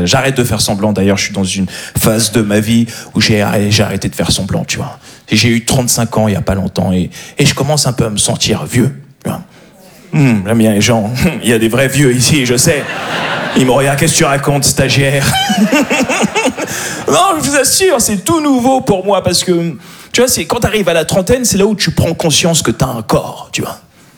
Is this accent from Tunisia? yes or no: no; Paris, Île-de-France, France; Je suis un parisien, voilà ce que je suis.